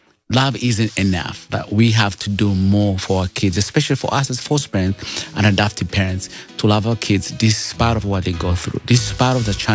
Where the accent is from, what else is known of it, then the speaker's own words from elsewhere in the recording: Uganda; moved away; I come from Uganda and grew up poor of the poorest.